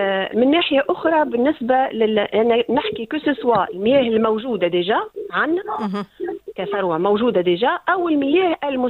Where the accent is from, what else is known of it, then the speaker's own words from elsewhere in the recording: Tunisia; عندنا في تونس